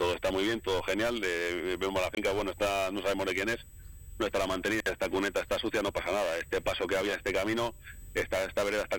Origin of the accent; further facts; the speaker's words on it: Segovia, Castile and León, Spain; born there; En mi pueblo aquí en Segovia